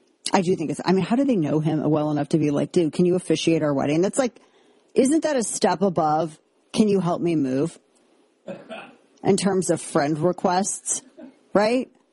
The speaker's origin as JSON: {"language": "English", "region": "the Ozarks", "country": "United States", "said": "Dude, and I'm, you know, I'm not saying this is a pejorative, but I'm from Ozarks."}